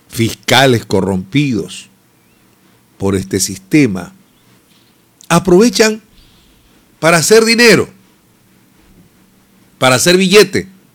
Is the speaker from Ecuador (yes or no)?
yes; Ecuador; El problema somos los ecuatorianos